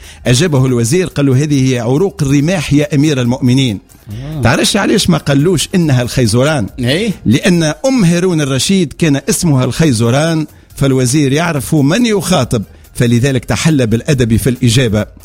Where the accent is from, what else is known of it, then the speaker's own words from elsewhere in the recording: Tunisia; ما نعرفش موجود عندنا في تونس ولا مش موجود.